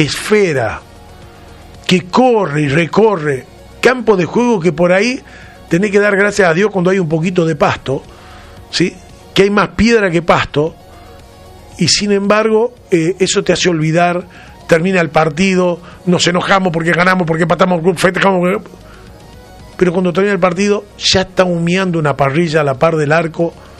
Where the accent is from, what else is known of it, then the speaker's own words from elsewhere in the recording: Argentina; cuando somos unos argentinos que siempre hemos estado... A ver, yo vivía en el Pasaje García 1570, Villa 9 de Julio, entre Perú y Paraguay.